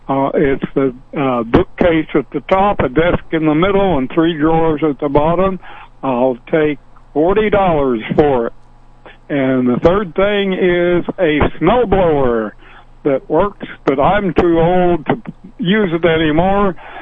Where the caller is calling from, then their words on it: Norborne, Missouri, United States; I'm in Norburn